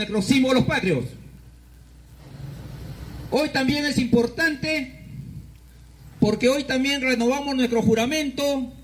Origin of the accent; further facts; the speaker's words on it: Peru; Todos somos peruanos